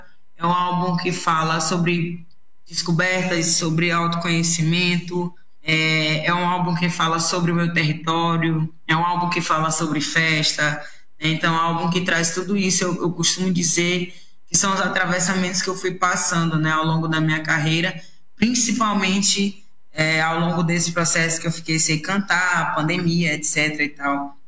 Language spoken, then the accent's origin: Portuguese; Maranhão, Brazil; eu vindo de uma região de onde eu venho, do meu território, eu venho do Maranhão